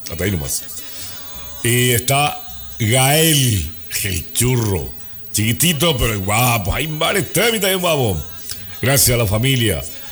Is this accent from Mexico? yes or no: no; Paraguay; soy paraguayo.